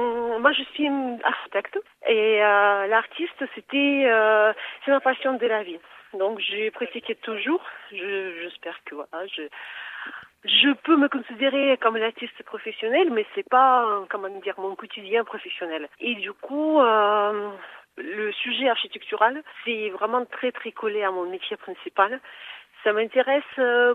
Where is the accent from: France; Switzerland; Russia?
Russia; Samara, Samara Oblast; moved away; J'ai profité, bien sûr, de présenter ma ville natale. Je suis de Samara. C'est une grande ville en Russie, mais très peu connue parce que c'est surtout les villes industrielles, mais avec quand même une grande partie historique.